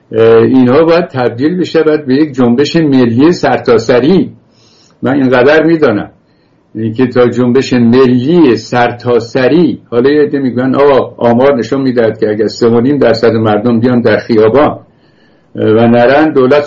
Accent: Iran; گفتم ایرانی،

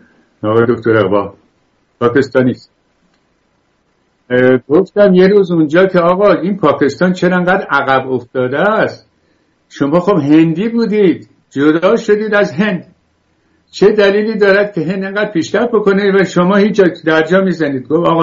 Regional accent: Iran; چون من خودم بختیاری هستم که به کسی بر نخورم

